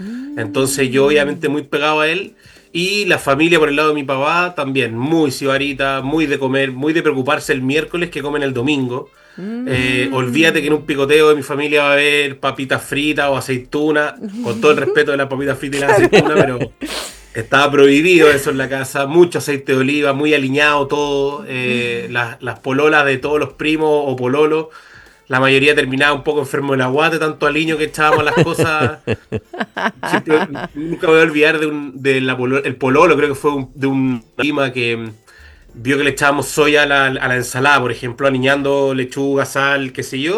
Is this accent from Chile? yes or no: yes; Viña del Mar, Valparaíso, Chile; born there; also born or lived in Santiago / Pirque; now in Concón, Chile; fuimos bien patiperro entre Viña y Santiago. Y Pirque, la verdad, más que Santiago. Yo soy de acá originario, soy de Viña. Llevo 5 años viviendo acá en Concón con mi pareja, con la María.